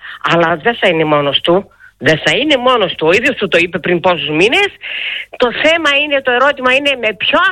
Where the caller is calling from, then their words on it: Greece; είμαι από τα Γλαδοχώρη.